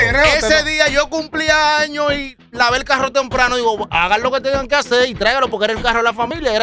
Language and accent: Spanish; San Cristóbal, Dominican Republic; now in Santo Domingo, Dominican Republic; yo soy de San Cristóbal.